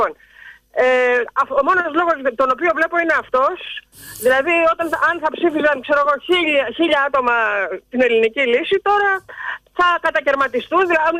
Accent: Central Greece, Greece; από Εύβοια.

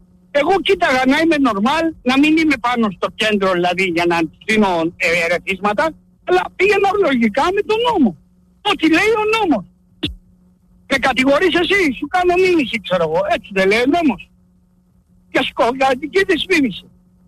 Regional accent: Keratsini, Attica, Greece; now in Thessaloniki, Greece; Εγώ είμαι από το Κερατσίνι. Είχα τσιχαδώσει. Είχα μια εταιρεία security, την έκλεισα, τελείωσε. Έτσι, και ανέβηκα πάνω στη Θεσσαλονίκη.

